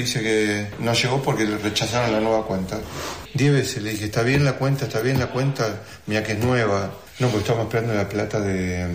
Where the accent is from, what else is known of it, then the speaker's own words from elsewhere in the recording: Rosario, Santa Fe, Argentina; born there; moved away as an adult; now in Ushuaia, Argentina; yo nací en Rosario, provincia de Santa Fe, no soy de Tierra del Fuego.